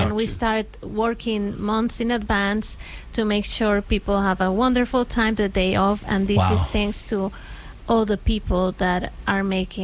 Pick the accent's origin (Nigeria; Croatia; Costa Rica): Costa Rica; now in Cambridge, United States; Like, we have people from Cambridge, but I'm from Costa Rica, you know.